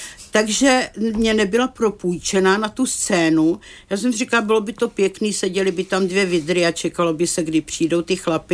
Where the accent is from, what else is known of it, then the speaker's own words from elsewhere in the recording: Hradec Králové, Hradec Králové Region, Czechia; moved away as an adult; now in Turnov, Czechia; Já pocházím z Hradce Králové.